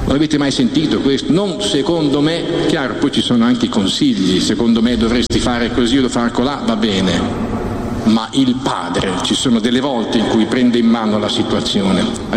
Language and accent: Italian; Emilia-Romagna, Italy; Uno della nostra terra, viene fuori qualcosa di buono anche dall'Emilia Romagna